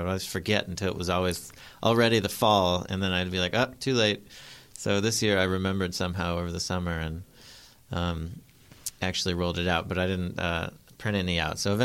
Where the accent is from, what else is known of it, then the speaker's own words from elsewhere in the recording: Tennessee, United States; We didn't have a professional team when I was growing up in Tennessee, so I get to like whoever I want to like.